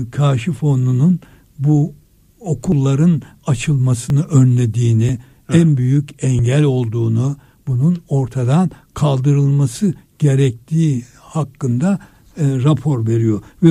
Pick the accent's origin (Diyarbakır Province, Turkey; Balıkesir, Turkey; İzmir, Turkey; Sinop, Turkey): Balıkesir, Turkey; Gönen; moved away; Ben Gönen'e gitmiştim. Benim memleketim orası.